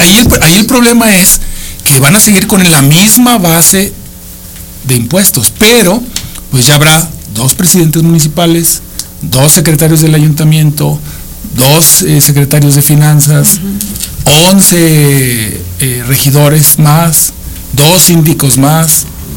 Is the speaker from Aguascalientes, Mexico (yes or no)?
yes; Villa Juárez, Aguascalientes, Mexico; yo soy de Villa Juárez, yo soy de Asientos.